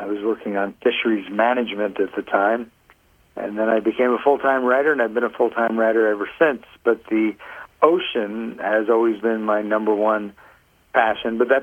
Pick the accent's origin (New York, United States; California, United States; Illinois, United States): New York, United States; Queens; born or raised there; also born or lived in Stamford, Connecticut; now in Marblehead, United States